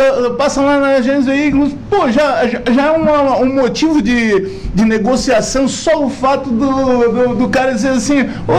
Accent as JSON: {"language": "Portuguese", "town": "Brasília", "region": "Federal District", "country": "Brazil", "moved": "yes", "said": "Não, eu sou de Brasília, Distrito Federal, mas minha família toda é daqui."}